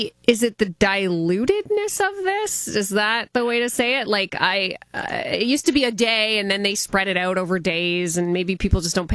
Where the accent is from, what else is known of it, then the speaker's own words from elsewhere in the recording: Windsor, Ontario, Canada; I am from Windsor, Essex.